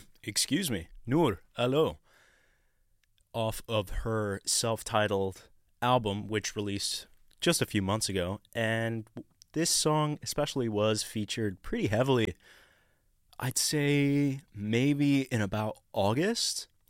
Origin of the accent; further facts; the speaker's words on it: Cairo, Cairo Governorate, Egypt; now in Australia; my hometown of Cairo in Egypt.